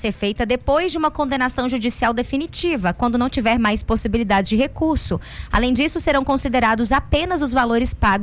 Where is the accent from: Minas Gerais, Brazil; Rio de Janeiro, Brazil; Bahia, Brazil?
Minas Gerais, Brazil; Itatiaiuçu; eu sou de Itatiaiçu, cidade pequena, a gente ia a pé.